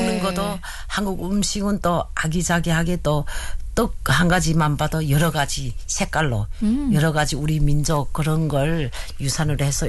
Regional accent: North Korea; now in South Korea; 그래서 우리가 북한에서 왔는데요. 잘 몰라요 하면 너무너무 친절하게 대해주고요.

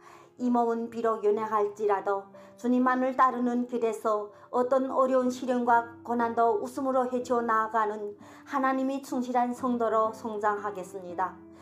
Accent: Ryanggang, North Korea; now in China; 저는 중국에서 살고 있는 양강도에서 온

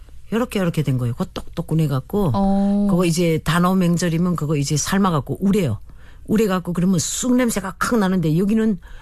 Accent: North Korea; now in South Korea; 북한에는 그저 그저 젓갈 같은 거 그저 이렇게 젓었다가 그저 거기다가 그저 고춧가루에다 네. 뭐, 안 맛있어. 그래도 내 고향 김치 돼서 맛있어요.

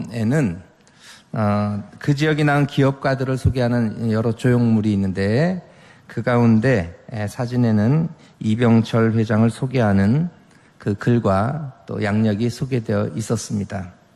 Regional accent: South Korea; 우리 그리스도인들은 하나님께서 우리 가운데 대한민국에서 태어나게 하셨고 대한민국 국민이 되게 하셨다는 그 하나님의 섭리를 믿음으로 고백하면서

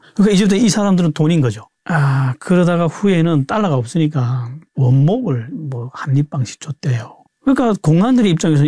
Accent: North Korea; moved away; also born or lived in China; 나 북한에서 주체 철학 시컷 배웠는데

